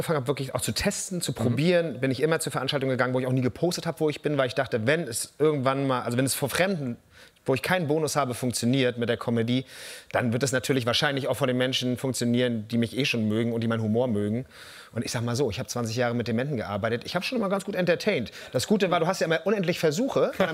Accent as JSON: {"language": "German", "region": "Mecklenburg-Vorpommern", "country": "Germany", "said": "unter den Norddeutschen sind wir Mecklenburger schon noch mal die Ultras."}